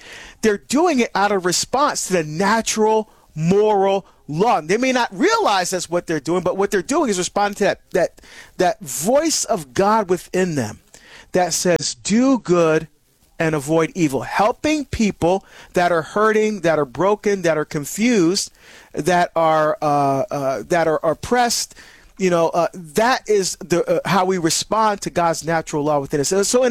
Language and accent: English; New Jersey, United States; moved away; my home state of New Jersey.